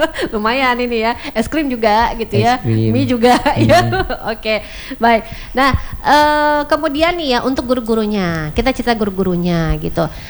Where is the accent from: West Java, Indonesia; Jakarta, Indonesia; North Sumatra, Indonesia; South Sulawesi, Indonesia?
North Sumatra, Indonesia; Medan; kita orang Medan